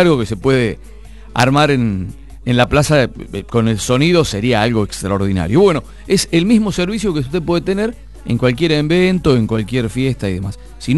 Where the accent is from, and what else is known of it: Argentina